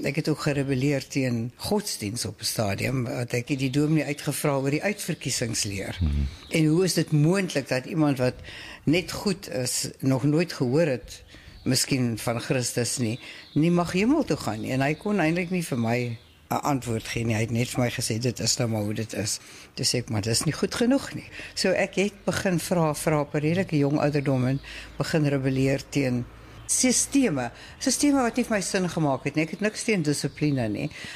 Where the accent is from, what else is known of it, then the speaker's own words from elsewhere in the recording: Pretoria, Gauteng, South Africa; ek is in Pretoria gebore en skool gegaan, later op meisies hoor, afies en toe tikkies universiteit.